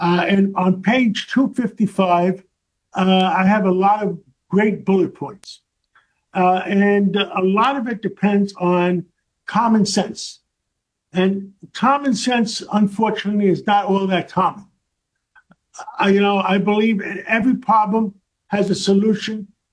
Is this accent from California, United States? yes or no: no; New York, United States; I grew up in Harlem on 135th Street, between Broadway and Amsterdam Avenue by City College, by Lewisohn Stadium up there. I went to PS 192, 137th Street. And in those days, we walked through Harlem all the time.